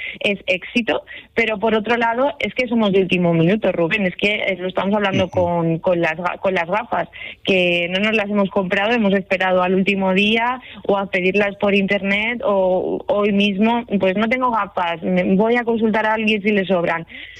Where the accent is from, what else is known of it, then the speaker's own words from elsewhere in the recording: Toledo, Castilla-La Mancha, Spain; yo soy de Toledo.